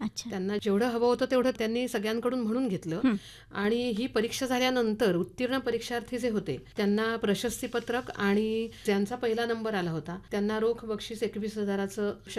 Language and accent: Marathi; Ratnagiri, Maharashtra, India; मी रत्नागिरी आणि महाराष्ट्रातून आले